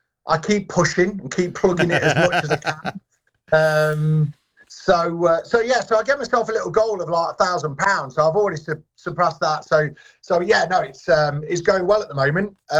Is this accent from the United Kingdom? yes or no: yes; Loughborough, East Midlands, United Kingdom; let's walk from Loughborough, my hometown, to Skegness.